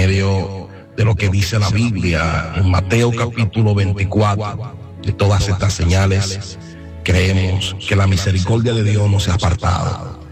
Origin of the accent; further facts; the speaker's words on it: Dominican Republic; tembló en mi país, República Dominicana.